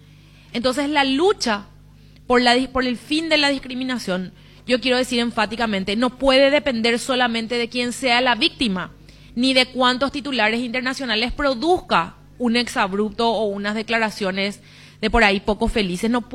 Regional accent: Paraguay; que es lo que nos une a todos por igual como paraguayos

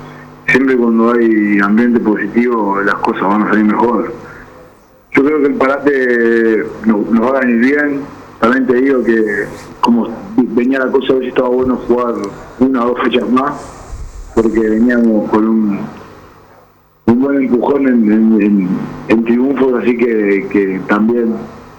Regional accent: Uruguay; como uruguayo siempre sé que van a dar pelea

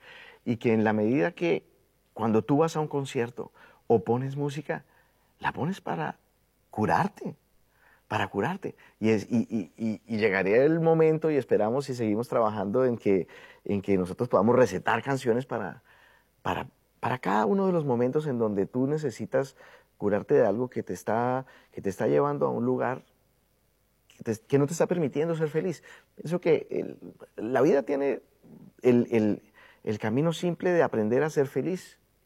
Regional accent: Cali, Valle del Cauca, Colombia; El lugar donde yo ahí vivía. Yo soy de Cali, de la ciudad de la capital de la salsa.

